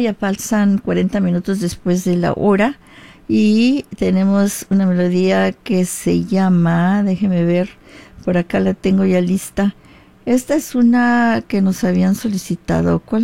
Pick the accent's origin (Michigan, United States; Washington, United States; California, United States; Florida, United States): Michigan, United States; born there; moved away; Lagos, Jalisco. Así es que yo reclamo la tierra jalisciense, claro que sí. Pero nací ya acá en Estados Unidos, en el estado de Michigan.